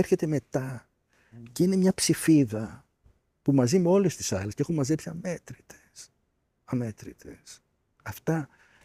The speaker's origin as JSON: {"language": "Greek", "town": "Athens", "region": "Attica", "country": "Greece", "tie": "born or raised there", "said": "μεγάλωσα στην Πατησίων. Έχω βίωμα λοιπόν"}